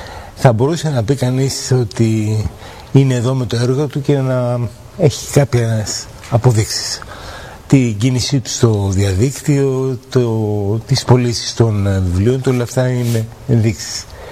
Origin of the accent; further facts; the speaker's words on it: Athens, Attica, Greece; also born or lived in Pagkrati; Στο Βύρονα. Στο Βύρονα, μεγάλωσα στο Βύρονα και έζησα τα παιδικά μου χρόνια και την πρώτη μου νιώτα στο Παγκράτη.